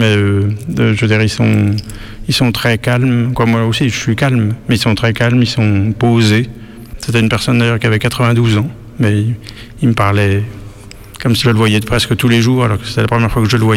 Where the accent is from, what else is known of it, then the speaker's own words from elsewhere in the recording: Bourgogne-Franche-Comté, France; Je suis du Morvan, mais je suis pas d'ici. Moi, je suis de la Nièvre, près de Château-Chinon.